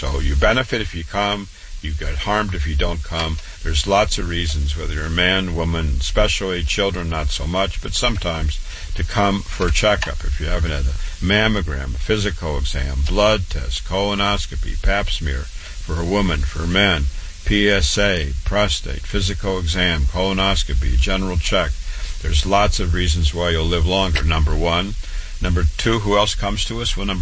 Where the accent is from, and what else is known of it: Waterloo, Iowa, United States; born or raised there